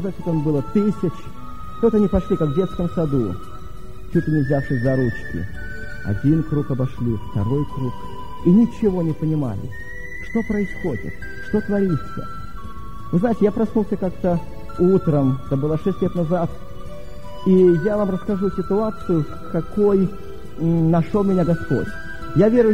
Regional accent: Minsk, Belarus; я из Минска.

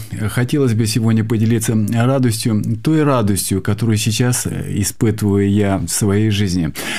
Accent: Kyiv Oblast, Ukraine; born there; Сам я родился в Киевской области.

